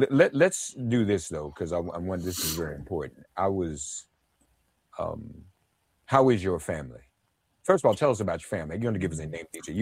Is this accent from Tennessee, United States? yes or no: yes; Nashville, Tennessee, United States; I'm going to where I grew up in Nashville in a couple of weeks